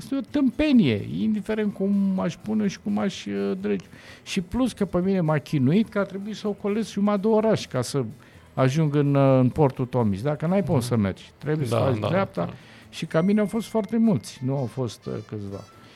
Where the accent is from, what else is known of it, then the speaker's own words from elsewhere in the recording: Constanța, Constanța County, Romania; born there; e zona pietonală a Constanței. Acolo m-am născut, pe lângă Hanul Balcan